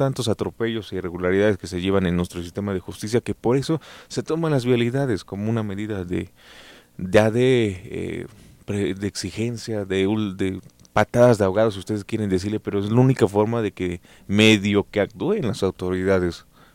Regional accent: Mexico; no existe justicia en mi país. Amo México

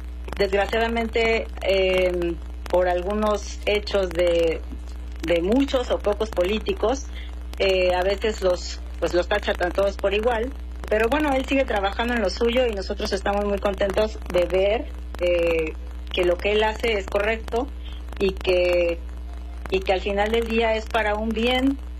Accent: Chilpancingo, Guerrero, Mexico; Soy de la capital, Chilpancingo, Guerrero.

